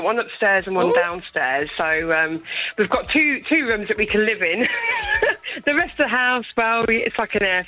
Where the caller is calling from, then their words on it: Peterborough, East of England, United Kingdom; I'm from Peterborough.